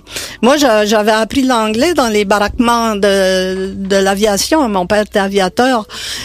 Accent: Paquetville, New Brunswick, Canada; born there; first language English; French is a second language; Ma première langue, c'était l'anglais. Mais quand la guerre a fini, je suis arrivée à Paquetteville et tous mes cousins étaient francophones, acadiens.

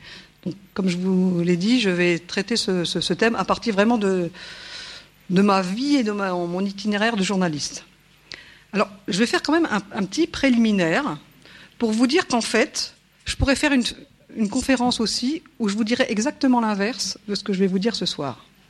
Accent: Grand Est, France; Moi, je suis Lorraine. On me le demandait tout à l'heure. Voilà, donc je suis pas de la région, je suis pas parisienne non plus.

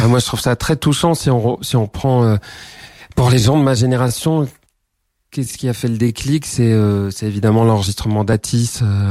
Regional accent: Toulouse, Occitanie, France; born there; je suis un homme de la province, donc ça me touche d'aller voir. Oui, oui, oui, je suis né à Toulouse aussi

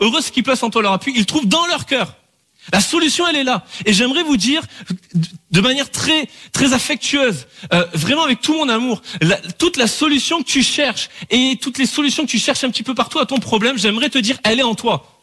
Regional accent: Bordeaux, Nouvelle-Aquitaine, France

